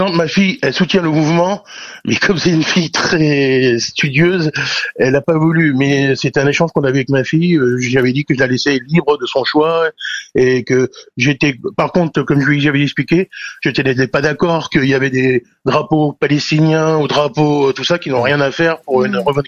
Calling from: Chinon, Centre-Val de Loire, France; moi, vous voyez, j'habite à Chinon, c'est une petite commune de l'Indre-et-Loire.

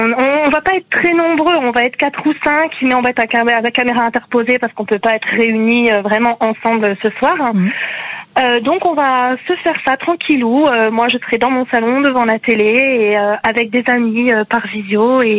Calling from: Maxéville, Grand Est, France; Moi, je suis à Maxéville, mais disons Nancy, en fait.

